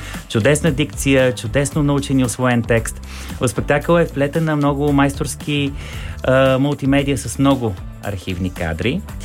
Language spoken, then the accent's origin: Bulgarian; Pazardzhik, Pazardzhik Province, Bulgaria; защото и друг път съм споделял с вас и с нашите слушатели, че това е моя роден град.